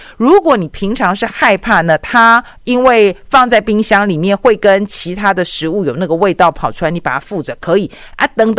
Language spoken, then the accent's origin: Chinese; Taiwan; 我们台湾人体内的塑化剂浓度是高于欧美7倍，